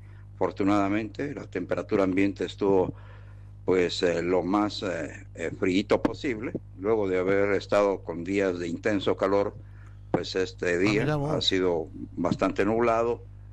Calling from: Antigua Guatemala, Sacatepéquez, Guatemala; saludarte desde esta bella ciudad de la antigua Guatemala.

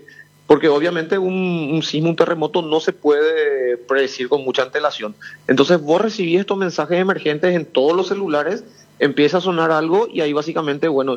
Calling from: Paraguay; Somos 4 paraguayos en un grupo de 18 personas, estamos entre 4 paraguayos.

